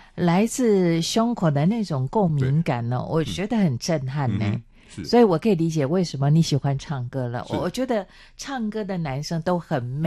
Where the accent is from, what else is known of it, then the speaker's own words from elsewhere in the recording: Chiayi, Taiwan; moved away; 特别安排到我的老家，到嘉义来演出。